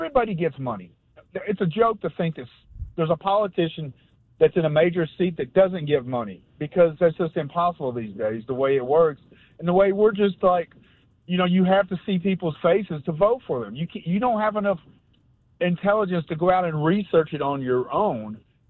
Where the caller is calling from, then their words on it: Tennessee, United States; I'm from East Tennessee.